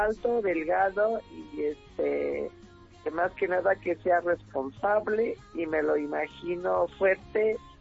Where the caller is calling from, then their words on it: Cuautitlán Izcalli, State of Mexico, Mexico; Mira, yo soy de Cuautitlán, Izcalli.